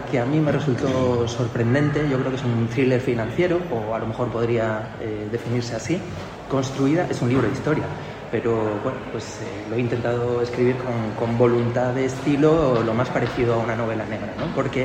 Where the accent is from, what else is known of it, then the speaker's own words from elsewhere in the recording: Asturias, Spain; moved away; Yo soy de Pumarín, del barrio Pumarín, aunque vivo fuera hace muchos años.